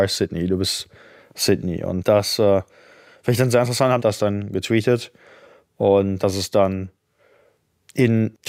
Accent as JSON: {"language": "German", "town": "Essen", "region": "North Rhine-Westphalia", "country": "Germany", "lives_now": "United States", "said": "Und ich bin ursprünglich aus Deutschland, aus Essen in Nordrhein-Westfalen. Und habe dann zuerst in München studiert."}